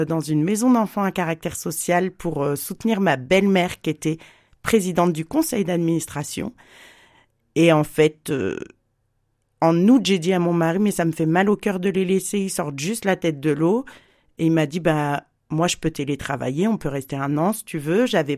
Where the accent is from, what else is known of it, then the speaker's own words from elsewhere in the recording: Rouen, Normandy, France; moved away as an adult; also born or lived in Paris region / Berry; now in Saint-Étienne area, France; Je suis de Rouen. Donc, je suis rouennaise quand même, mais de Rouen.